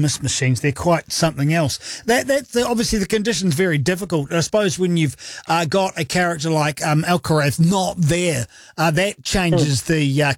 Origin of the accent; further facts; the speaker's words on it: Auckland, New Zealand; Nah, I'm from the Badlands in Grim Eden.